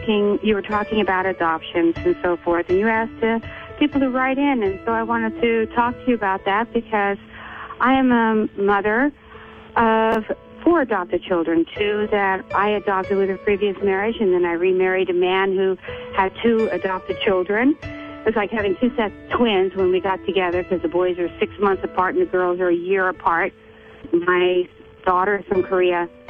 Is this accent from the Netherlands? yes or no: yes; Netherlands; moved away; And I immigrated over from Holland myself. And, I came over on a boat in 1956.